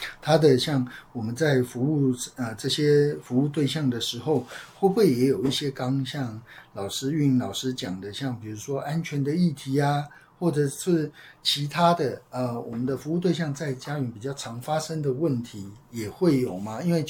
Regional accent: Taiwan; 我们台湾这边

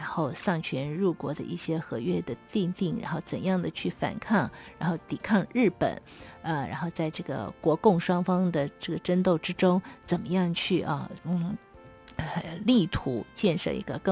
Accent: China; 对于我们中国人来说，好像真的要对他有些的感谢才对啊。

